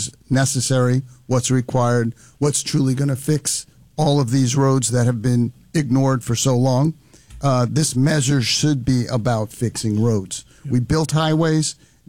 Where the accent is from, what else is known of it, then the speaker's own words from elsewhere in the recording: New York City, New York, United States; moved away; I grew up in New York City. I rode the bus.